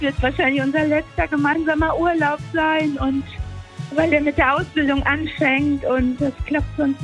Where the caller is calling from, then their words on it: Olpe, North Rhine-Westphalia, Germany; Aus Olpe.